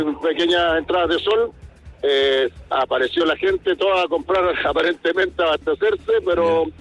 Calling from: Villa Alemana, Valparaíso, Chile; De la localidad de Villa Alemana, en Viña del Mar.

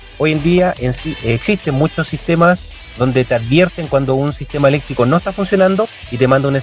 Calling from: Chile; como buen chileno

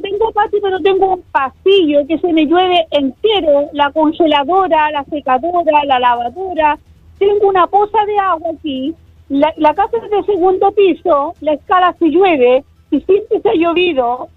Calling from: Valparaíso, Chile; De Esperanza.

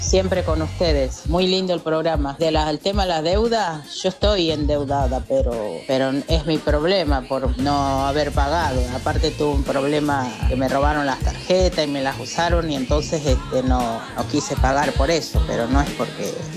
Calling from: Morón, Buenos Aires Province, Argentina; de Morón.

